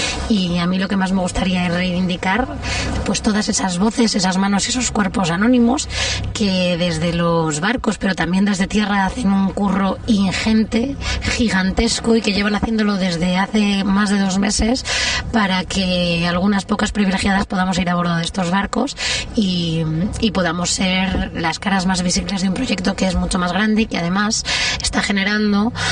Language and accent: Spanish; Madrid, Community of Madrid, Spain; now in Mallorca, Spain; madrileña, ahora mismo viviendo en Mallorca